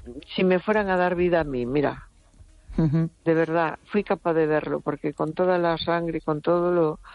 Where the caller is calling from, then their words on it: A Coruña, Galicia, Spain; de Coruña